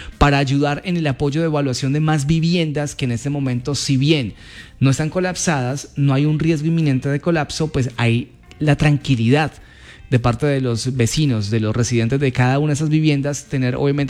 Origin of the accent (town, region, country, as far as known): Cali, Valle del Cauca, Colombia